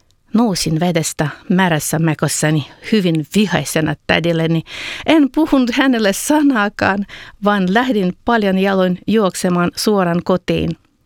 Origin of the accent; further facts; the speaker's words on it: Bohuslav, Kyiv Oblast, Ukraine; moved away; Olen syntynyt Ukrainassa ja viettänyt lapsuuteni Kiovan alueella Boguslavin kaupungissa, jonka nimi tarkoittaa Jumalalle kunnia.